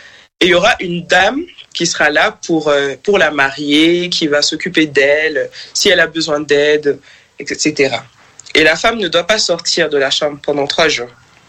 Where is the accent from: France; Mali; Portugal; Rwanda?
Mali; also born or lived in Belgium; j'ai d'abord fait 5 ans en Belgique. Après cela, nous sommes rentrés au Mali.